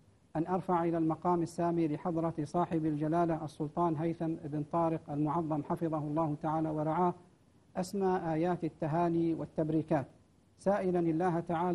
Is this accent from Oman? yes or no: yes; Oman; بلادنا عمان